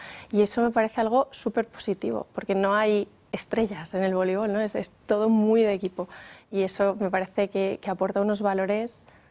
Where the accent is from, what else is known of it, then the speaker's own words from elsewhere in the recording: León, Castile and León, Spain; born there; moved away as an adult; also born or lived in Las Arenas; yo siempre digo, soy de León, porque mi mayor vida consciente, mi infancia consciente, mi adolescencia, fue en León. Entonces, yo es lo que llamo casa, ¿no? Mi casa es León.